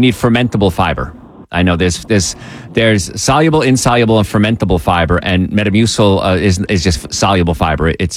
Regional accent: New Jersey, United States; when I was young, I grew up in New Jersey. And I grew up, I was a truck driver, I grew up on the streets.

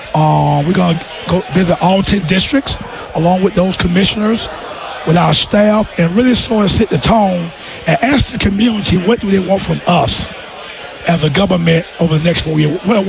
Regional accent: Greenwood, South Carolina, United States; Born and raised in Greenwood, South Carolina.

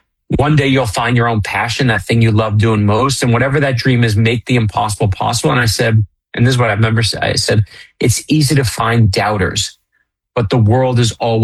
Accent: Florida, United States; And when I was growing up in Florida, if my mother, may she rest in peace, heard that I took apart the family sewing machine, she would have murdered me

